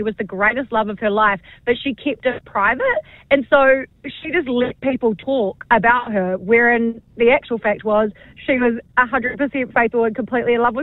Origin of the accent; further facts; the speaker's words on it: Timaru, Canterbury, New Zealand; growing up in Timaru